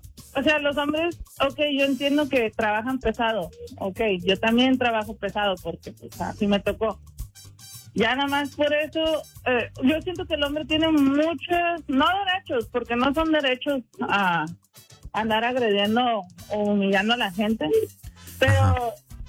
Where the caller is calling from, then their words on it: Mexico; yo siendo mexicana